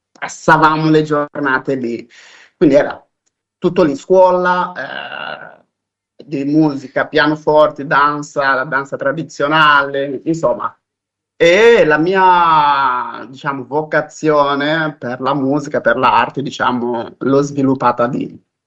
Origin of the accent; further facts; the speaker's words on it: Beira, Sofala, Mozambique; also born or lived in Marromeu; E niente, sono nato a Marromeo, in Mozambico, in questo distretto, e poi sono cresciuto a Beira. Diciamo che è a Beira dove tutto ebbe inizio.